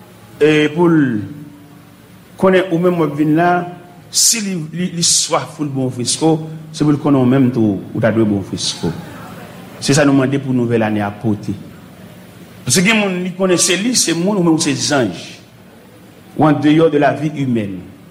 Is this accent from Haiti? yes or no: yes; Haiti; nous-mêmes haïtiens chrétiens